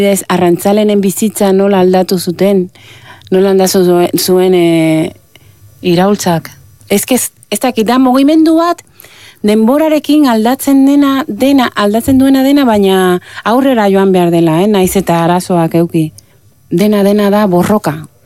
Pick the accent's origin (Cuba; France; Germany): Cuba; Manzanillo, Granma; Basque is a second language; moved away as an adult; also born or lived in Havana; now in Basque Country, Spain; ni jaio nintzen Manzanillo 1971